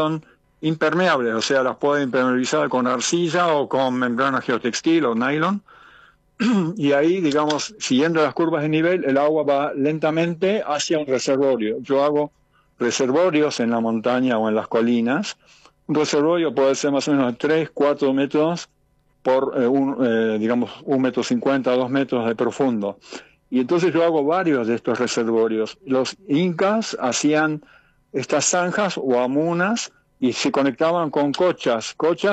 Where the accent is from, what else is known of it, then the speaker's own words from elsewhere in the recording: Bariloche, Río Negro, Argentina; born there; moved away as an adult; also born or lived in Austria; Yo nací en Bariloche y me fui a Austria y allá estudié arquitectura y volví y, digamos, trabajé acá en la ciudad, en Bariloche.